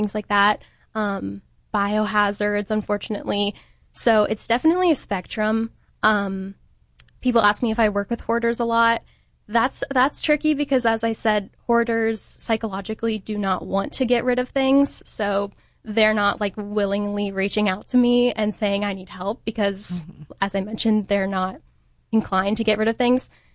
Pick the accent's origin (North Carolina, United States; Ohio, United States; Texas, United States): Ohio, United States; Cincinnati; moved away as an adult; now in Columbus, United States; So I grew up in Cincinnati. So my family is there. I go and visit them pretty often and they come up and visit me. So happy to have them relatively close by. I live in Columbus, just east of downtown, Old Town East area.